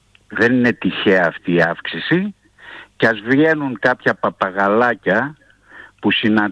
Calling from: Greece; Μιλάω πρώτα ως Έλληνας, δεύτερος χριστιανός και τώρα πρέπει να τοποθετηθώ ως Ορθόδοξος.

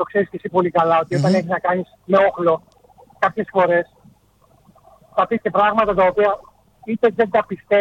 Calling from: Greece; εμείς στην Ελλάδα έχουμε μάθει να ζούμε με το αχάριστος

